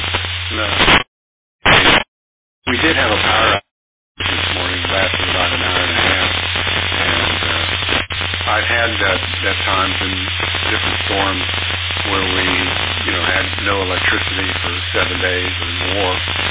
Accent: Florida, United States; moved away; we're originally from Southeast Florida and been through a number of different storms over the years.

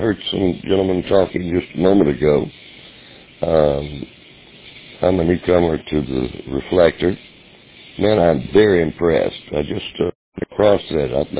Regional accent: Mobile, Alabama, United States; I'm from Mobile, Alabama, but on a road trip in Birmingham this morning

